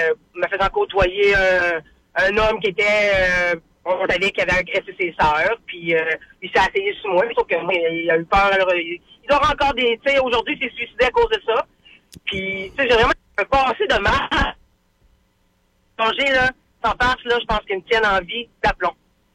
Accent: Quebec, Canada; Puis, parce que je viens de la Côte-Nord.

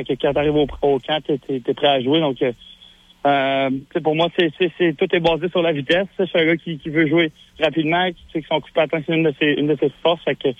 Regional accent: Trois-Rivières, Quebec, Canada; also born or lived in Bécancour; J'ai grandi à Trois-Rivières.

